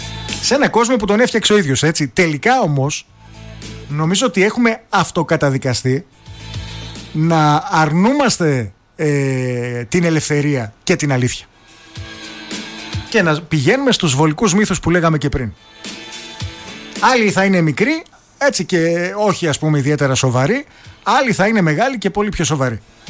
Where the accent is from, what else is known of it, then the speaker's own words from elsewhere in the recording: Greece; Εμείς, που εδώ σαν Έλληνες